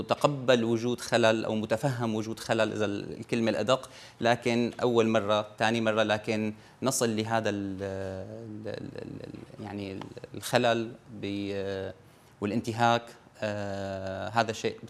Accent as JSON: {"language": "Arabic", "country": "Syria", "said": "العزاء لنا كسوريين جميعا"}